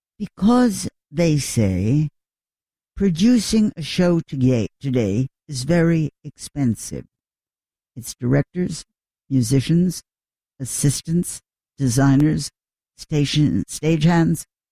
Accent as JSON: {"language": "English", "region": "New York", "country": "United States", "tie": "born or raised there", "said": "I'm a New Yorker. I'm an American. I was born here. I lived here. My parents developed me here."}